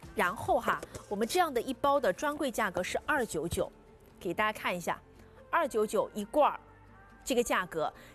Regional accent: Jiangxi, China; 我是江西人，我是特别爱吃辣的

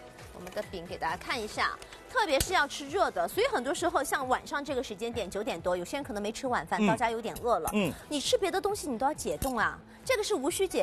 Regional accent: Shanghai, China; 我们上海人

